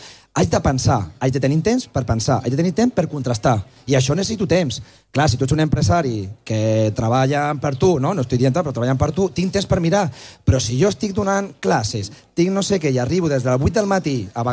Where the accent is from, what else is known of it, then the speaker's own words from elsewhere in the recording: Terrassa, Catalonia, Spain; Jo soc del Vallès de Terrassa, no? I vaig a Badia. Vaig a barris de Sabadell, de Terrassa.